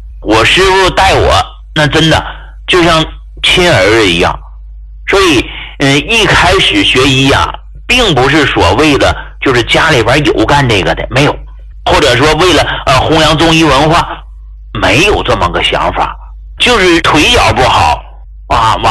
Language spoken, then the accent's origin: Chinese; Hegang, Heilongjiang, China; born there; 我出生在黑龙江鹤岗，而且呢属于农村啊，老父亲闯关东来到的这个鹤岗，我母亲是当地人